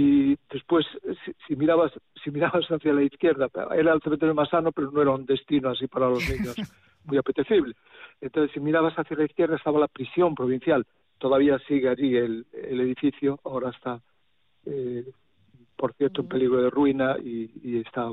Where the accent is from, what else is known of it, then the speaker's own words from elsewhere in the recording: A Coruña, Galicia, Spain; yo nací ahí, no en el faro, pero cerquísima, en una calle que se llama Amarola. La calle Amarola, que es el nombre también de un islote que está aquí en la entrada de la bahía en Coruña.